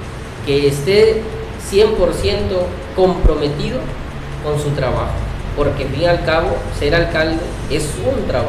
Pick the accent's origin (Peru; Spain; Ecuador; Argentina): Peru; Tambogrande, Piura; no puedo mentirle a mi pueblo